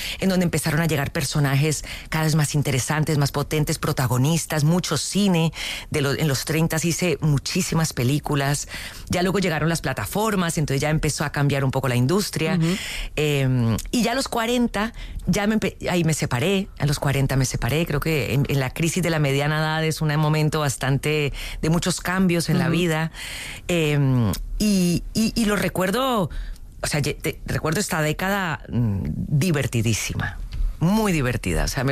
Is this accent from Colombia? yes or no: yes; Colombia; moved away as an adult; now in Spain; En mi caso, que soy una colombiana que llegó un poco intrusa a la industria española sin conocer a nadie, sin saber nada aquí, pues me costó.